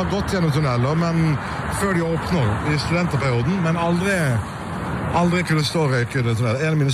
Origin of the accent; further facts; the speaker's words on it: Norway; själv om jag är norsk